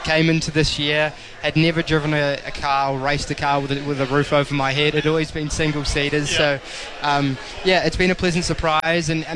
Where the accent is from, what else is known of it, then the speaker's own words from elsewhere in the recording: New Zealand; he's Polish, I'm a Kiwi, we're from opposite sides of the world